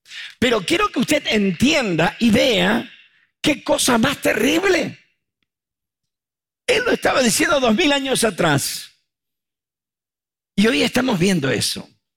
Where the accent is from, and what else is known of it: Argentina